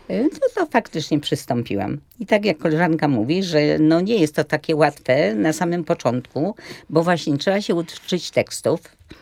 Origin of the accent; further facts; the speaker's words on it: Łódź, Łódź Voivodeship, Poland; no, ja z Łodzi, one z Łodzi, to zaproponowano mi, że może pochodzimy sobie po Krakowie, żeby od razu nie wracać do Łodzi.